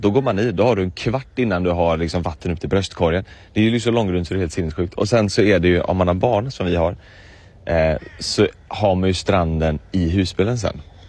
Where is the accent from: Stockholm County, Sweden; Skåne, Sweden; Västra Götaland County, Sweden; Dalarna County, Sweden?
Västra Götaland County, Sweden; Gothenburg; Ja, men också hemma i Göteborg så är det, du vet, det är väldigt mycket berg och sådär. Det är väldigt platt här nere.